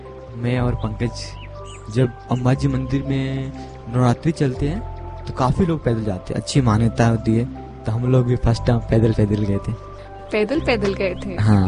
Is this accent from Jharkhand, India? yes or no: no; Uttar Pradesh, India; हाँ, हम यूपी से बिलोंग करते हैं, तो गांव जा रहे थे